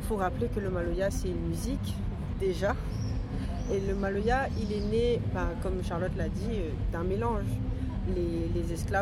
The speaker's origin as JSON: {"language": "French", "country": "Réunion", "said": "Pour moi, en tant que réunionnaise, la musique, ça représente l'amour."}